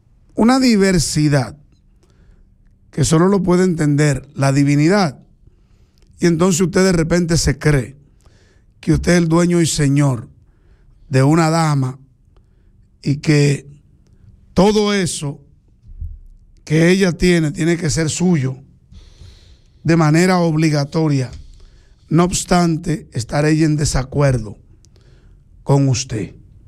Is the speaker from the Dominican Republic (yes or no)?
yes; Dominican Republic